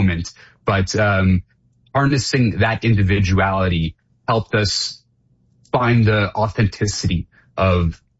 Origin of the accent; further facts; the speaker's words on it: Toronto, Ontario, Canada; we were very lucky growing up in Toronto and studying at Vlad's Dance Company in Richmond Hill.